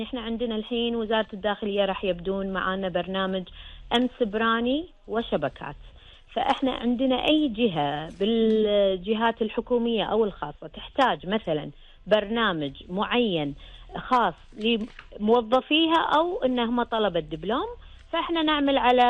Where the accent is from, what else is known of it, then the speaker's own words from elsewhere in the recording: Kuwait; بلدنا الغالي الكويت